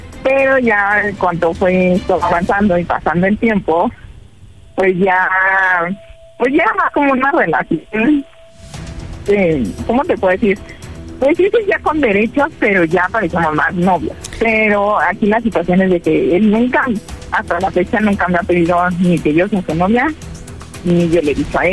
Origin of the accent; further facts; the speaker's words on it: Mexico City, Mexico; now in Mérida, Mexico; Tengo 35 años. Yo soy de la Ciudad de México, pero por cuestión de trabajo, ando en Mérida.